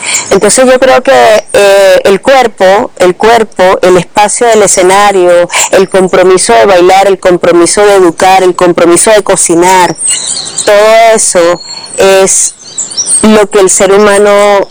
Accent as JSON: {"language": "Spanish", "town": "Caracas", "region": "Capital District", "country": "Venezuela", "tie": "born or raised there", "said": "Yo vengo también de San Agustín del Norte. Y cuando yo estudiaba en el Liceo Andrés Bello, ese fue mi liceo, liceo de mucha gente, artista también, yo recuerdo que bailábamos por toda la ciudad en lo que llamábamos los matinés."}